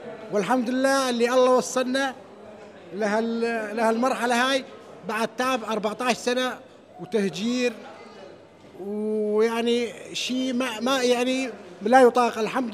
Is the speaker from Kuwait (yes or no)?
yes; Kuwait; انا من الكويت.